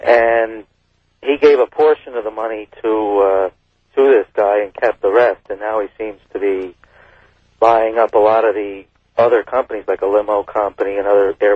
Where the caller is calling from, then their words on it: Burlington, Vermont, United States; I'm calling from Burlington, Vermont.